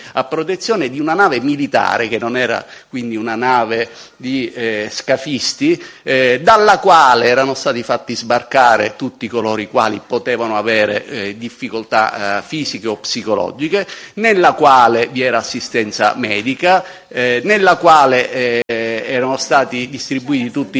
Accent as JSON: {"language": "Italian", "town": "Catania", "region": "Sicily", "country": "Italy", "said": "lo dico da catanese come il consigliere Bisogni"}